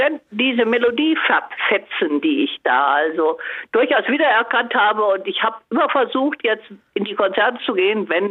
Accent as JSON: {"language": "German", "town": "Essen", "region": "North Rhine-Westphalia", "country": "Germany", "tie": "born there", "said": "ich bin auch geboren in Essen, aber der Bezug zum Rheinland ist ja an der Grenze nach Westfalen, naja, so halb und halb, so richtig ambivalent. Von beiden Seiten habe ich was mitgehört."}